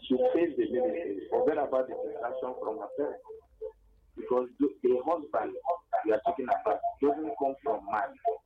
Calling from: Obubra, Cross River, Nigeria; I'm calling from Obubra, Cross River State.

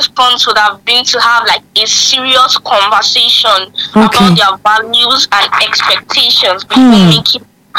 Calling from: Nigeria

